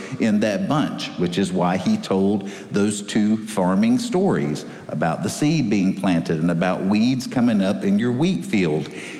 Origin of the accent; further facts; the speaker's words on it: North Carolina, United States; moved away as an adult; now in Fort Worth, United States; I have transitioned from a North Carolina Tar Heel to a Texan.